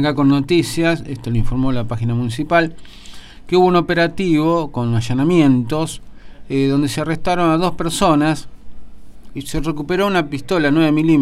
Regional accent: Argentina; somos así los argentinos

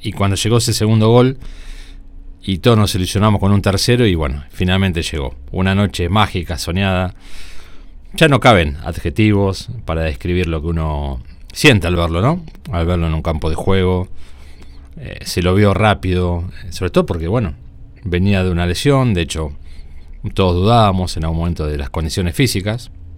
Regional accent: Argentina; uno como argentino no deja de asombrarse.

